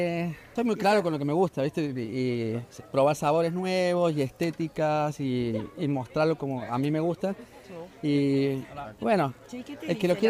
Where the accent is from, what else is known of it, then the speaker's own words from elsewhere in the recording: Argentina; moved away as an adult; also born or lived in Córdoba, Argentina; now in Berlin, Germany; En Argentina estudiaba economía en Córdoba.